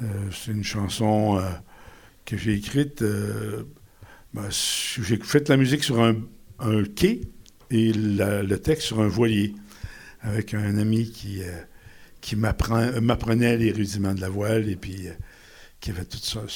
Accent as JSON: {"language": "French", "town": "Petite-Vallée", "region": "Quebec", "country": "Canada", "tie": "born there", "said": "la longue pointe où je suis né, à Petite-Vallée, en Gaspésie."}